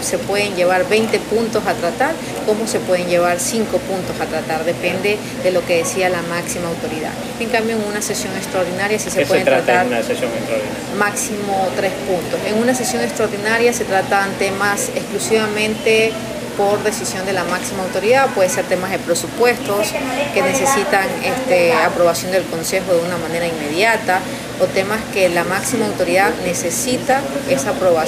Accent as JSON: {"language": "Spanish", "town": "El Empalme", "region": "Guayas", "country": "Ecuador", "tie": "born or raised there", "said": "soy nacida aquí en el Cantón El Empalme"}